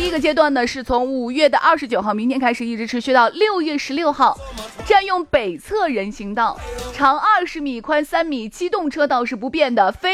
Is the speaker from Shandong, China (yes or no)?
no; Shaanxi, China; 其实我们陕西话真的啊高大上